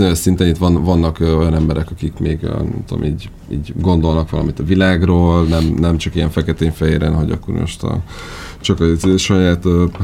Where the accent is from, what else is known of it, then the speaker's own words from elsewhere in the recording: Nyíregyháza, Szabolcs-Szatmár-Bereg, Hungary; Abszolút Nyíregyházi vagyok, igen. Tirpák egyébként, azt is mondhatnám.